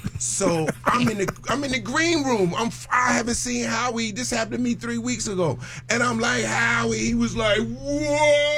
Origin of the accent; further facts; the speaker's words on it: Brooklyn, New York, United States; born there; I was born in Brooklyn.